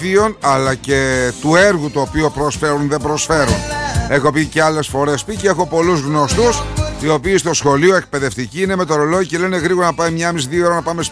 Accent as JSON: {"language": "Greek", "country": "Greece"}